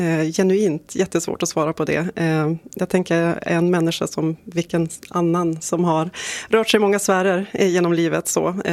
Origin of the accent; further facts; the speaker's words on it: Västerbotten County, Sweden; för mig som västerbottning